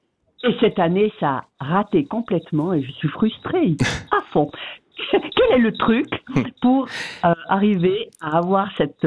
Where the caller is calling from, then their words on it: Vaud, Switzerland; Des Montes-Corsier.